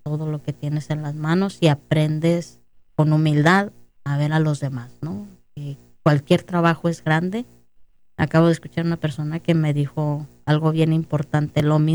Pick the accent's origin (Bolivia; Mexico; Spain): Mexico; moved away as an adult; es muy diferente la vida de que yo crecí en México a lo que vienes aquí.